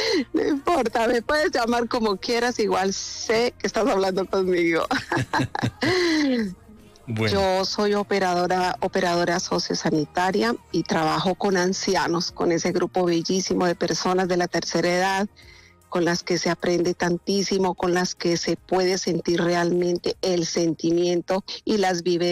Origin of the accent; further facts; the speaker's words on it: Chiquinquirá, Boyacá, Colombia; saludar a toda mi gente de Chiquinquirá, de donde yo soy, mi gente de Boyacá, gente pujante, gente grande